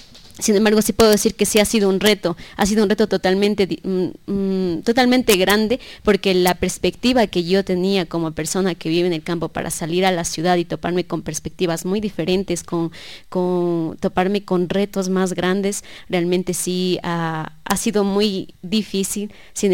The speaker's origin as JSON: {"language": "Spanish", "town": "Salcedo", "region": "Cotopaxi", "country": "Ecuador", "tie": "born or raised there", "moved": "yes", "said": "yo soy de Salcedo, yo nací en Salcedo, soy de la comunidad de Sipchocalle, una comunidad que es quichua. Lamentablemente yo no hablo quichua, pero sí mis padres, mis abuelos, todos hablan quichua"}